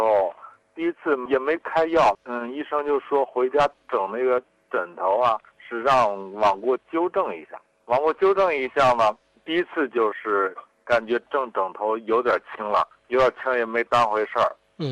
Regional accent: Handan, Hebei, China; 河北邯郸。

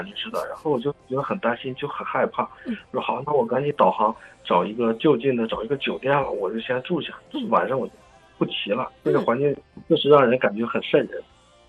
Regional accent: Shandong, China; 它的山不像我们山东这边这么高耸。

